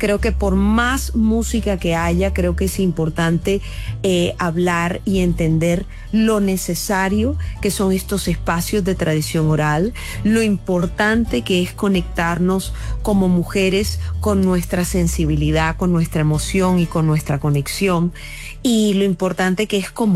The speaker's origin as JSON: {"language": "Spanish", "town": "Barranquilla", "region": "Atlántico", "country": "Colombia", "tie": "born there", "said": "en mi tierra, en Barranquilla"}